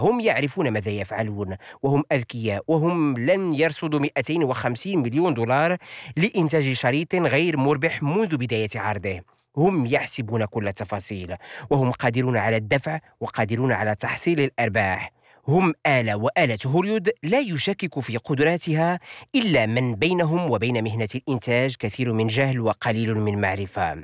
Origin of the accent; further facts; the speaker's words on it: Morocco; الشريط الذي صور جزئيا عندنا في المغرب